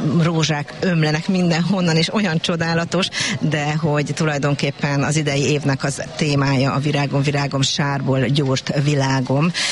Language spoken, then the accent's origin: Hungarian; Dunaújváros, Fejér, Hungary; Itt voltam gyermek ezen a tájon, dunaújvárosi születésű vagyok, és nagyon sokat ültem a Dunaparton